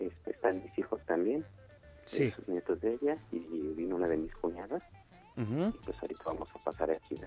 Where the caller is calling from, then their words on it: Ecatepec de Morelos, State of Mexico, Mexico; Aquí en Ecatepec de Morelos, en la colonia Miguel Hidalgo.